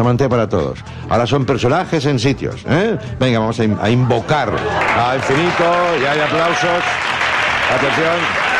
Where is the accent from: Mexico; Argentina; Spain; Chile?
Spain; Granollers, Catalonia; Digo, es que soy de Granollers yo.